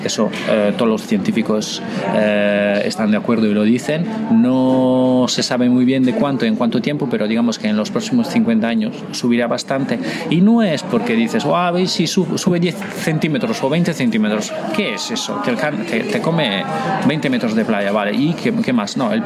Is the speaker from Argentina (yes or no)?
no; Italy; Tú conoces Venecia, yo soy italiano y yo he estado en Venecia varias veces con el agua en la plaza.